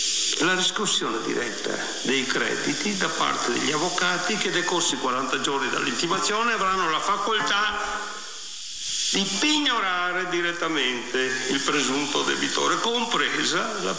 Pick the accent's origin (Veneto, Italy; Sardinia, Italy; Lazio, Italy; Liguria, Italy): Veneto, Italy; Padua; io sono di Padova